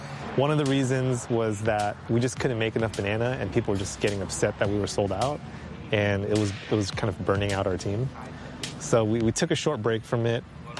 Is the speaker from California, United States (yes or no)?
yes; San Francisco, California, United States; So, born and raised in San Francisco, lived there for most of my life, and my wife Kathy is from San Jose.